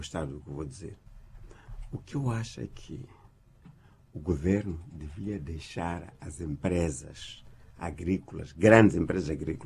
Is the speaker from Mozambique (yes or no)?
yes; Jangamo, Inhambane, Mozambique